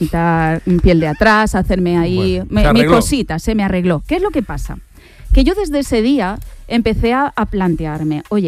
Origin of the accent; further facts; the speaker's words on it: Calvià, Balearic Islands, Spain; Yo colaboraba en una radio de estas locales de ahí de mi pueblo, de Calvía, como os dije el otro día.